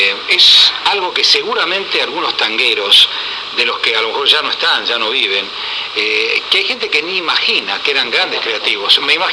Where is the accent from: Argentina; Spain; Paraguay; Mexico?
Argentina; Como argentino que soy